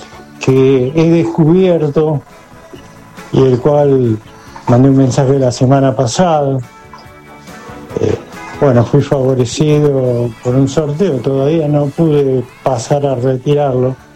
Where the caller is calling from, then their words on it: Buenos Aires, Argentina; Buenos días, Sentía Argentina y equipo. … 910 mi documento.